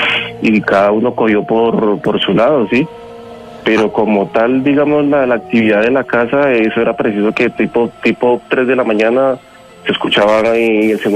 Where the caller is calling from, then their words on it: Bogotá, Colombia; De aquí, Bogotá.